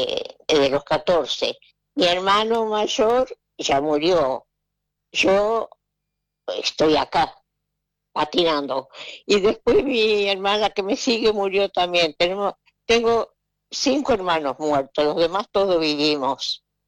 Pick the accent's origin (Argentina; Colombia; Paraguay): Argentina; Villaguay, Entre Ríos; born there; En Villaguay, Entre Ríos.